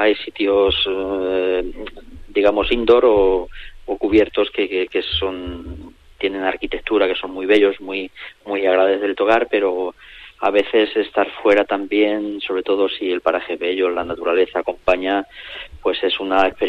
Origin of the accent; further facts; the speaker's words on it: Castilla-La Mancha, Spain; por ser de la parte que soy de La Mancha